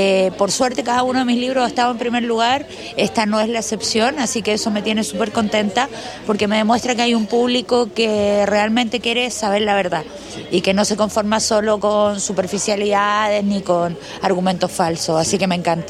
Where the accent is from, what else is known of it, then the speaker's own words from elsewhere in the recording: Combarbalá, Coquimbo, Chile; moved away; Yo soy de acá, yo te contaba, yo soy de Comarbalá, no de La Serena, pero soy de la cuarta región.